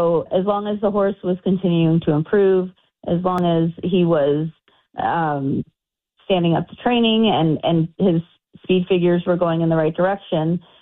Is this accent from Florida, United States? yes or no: yes; Florida, United States; also born or lived in Saratoga Springs, New York; I was born in Saratoga, but which is quite cold in the wintertime, and I tell everyone that my formidable years were spent growing up on the beaches of Florida.